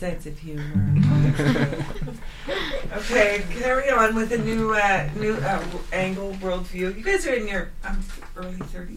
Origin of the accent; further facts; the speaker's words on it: Nelson, British Columbia, Canada; I'm from Nelson